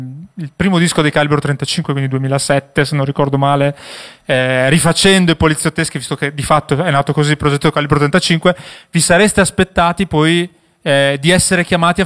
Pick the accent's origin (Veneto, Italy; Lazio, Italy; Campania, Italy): Veneto, Italy; Essendo veneto, quella roba lì diventava un bestemmione dalle mie parti.